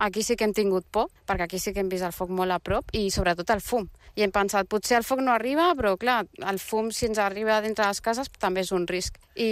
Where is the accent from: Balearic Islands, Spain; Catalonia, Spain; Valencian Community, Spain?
Catalonia, Spain; sóc de la Pobla tota la vida, el castell és molt emblemàtic per nosaltres